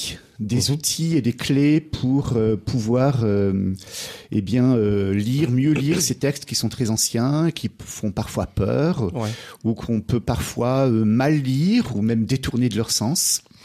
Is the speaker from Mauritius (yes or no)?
no; Épinal, Grand Est, France; Mais je ne suis pas irlandais, je suis vosgien, originaire d'Épinal.